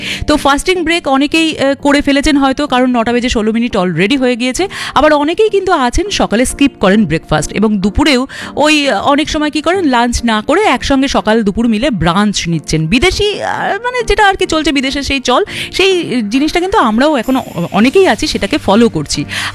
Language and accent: Bangla; India; Bharatvarsha India থেকে এসেছি